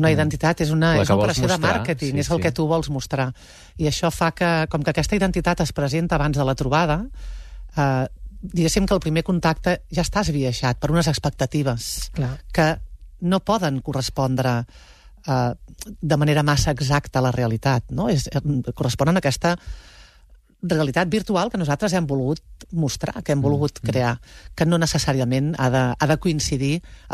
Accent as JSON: {"language": "Catalan", "town": "Prats de Lluçanès", "region": "Catalonia", "country": "Spain", "said": "jo soc de Prats de Lluçanès."}